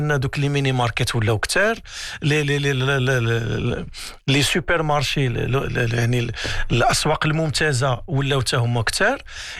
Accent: Morocco; عندنا في المغرب

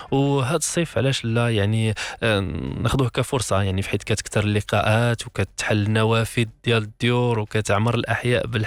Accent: Morocco; تربينا احنا كمغاربة

